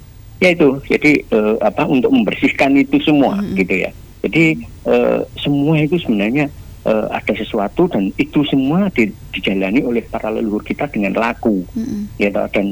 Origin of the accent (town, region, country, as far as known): Java, Indonesia